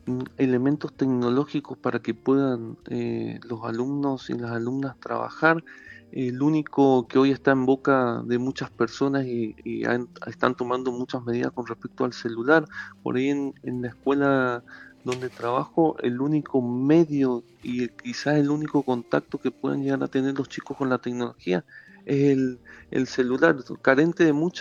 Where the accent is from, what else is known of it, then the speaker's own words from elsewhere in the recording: Mendoza, Argentina; born there; moved away as an adult; now in Corrientes, Argentina; Yo nací en Mendoza, soy mendocino, pero hace ya muchos años, casi 30 años, vivo en Corrientes.